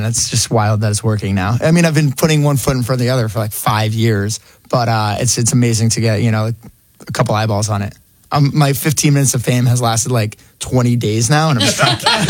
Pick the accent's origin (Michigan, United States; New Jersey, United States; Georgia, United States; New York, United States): New Jersey, United States; born or raised there